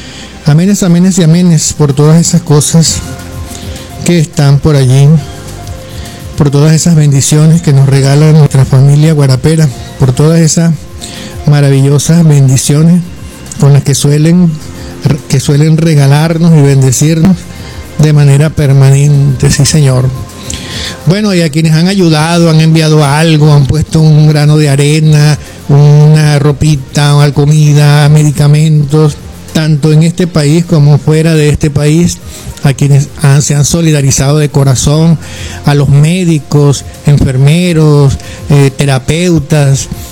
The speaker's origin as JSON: {"language": "Spanish", "country": "Venezuela", "said": "como venezolanos que somos, como ciudadanos que somos de a pie."}